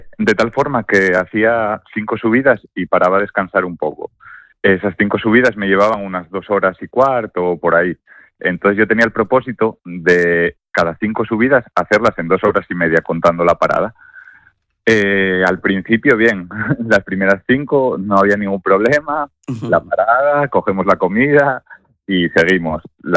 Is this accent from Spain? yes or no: yes; Lastres, Asturias, Spain; now in Oviedo, Spain; yo soy de Lastres, pero vivo aquí en Oviedo.